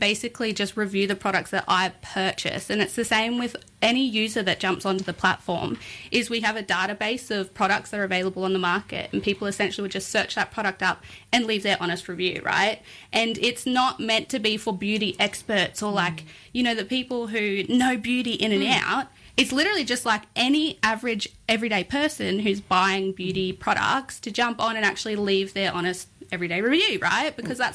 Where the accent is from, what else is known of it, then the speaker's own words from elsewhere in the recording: New South Wales, Australia; now in Ipswich, Australia; I'm a Yuin woman with connections to South Coast, New South Wales, but live in Ipswich on Yuggera Yuggera Ngunnawal land and have done so for many, many years now. So that kind of is second home.